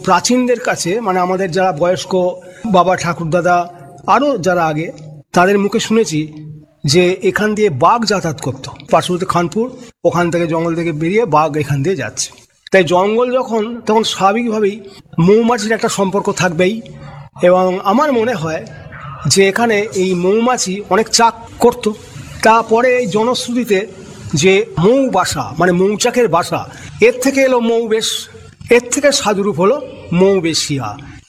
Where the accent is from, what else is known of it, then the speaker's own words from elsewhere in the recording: West Bengal, India; আজকের আমার মৌবেশিয়া গ্রাম কিন্তু একটা যথেষ্ট, কি বলবো, যে উল্লেখযোগ্য জায়গায় রয়েছে।